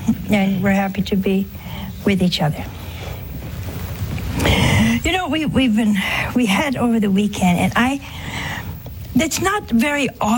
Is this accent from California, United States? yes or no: no; Ohio, United States; We have people from my home state, Ohio